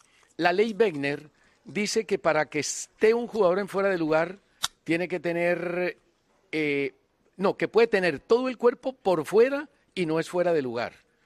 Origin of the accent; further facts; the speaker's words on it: Colombia; que a uno como colombiano